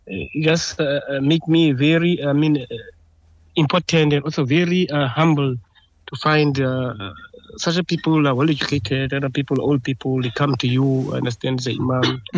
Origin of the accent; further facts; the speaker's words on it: Khayelitsha, Western Cape, South Africa; moved away as an adult; now in Langa, South Africa; Originally, I'm from Khayelitsha. So I moved here to Langa in 2009 to do this job of imamat.